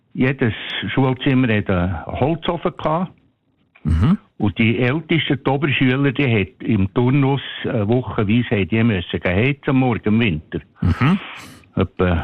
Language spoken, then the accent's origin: German; Leissigen, Bern, Switzerland; Ich bin in Leissigen am Thunersee aufgewachsen.